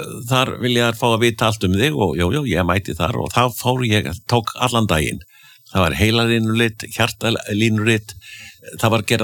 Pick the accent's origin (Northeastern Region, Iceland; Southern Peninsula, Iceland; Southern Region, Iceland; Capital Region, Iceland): Northeastern Region, Iceland; Akureyri; Þetta minni mig á þegar ég var krakki alast upp á Akureyri.